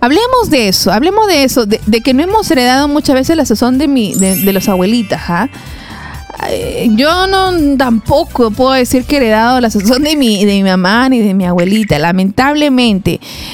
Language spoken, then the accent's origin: Spanish; Peru; Por algo el Señor nos hizo peruanos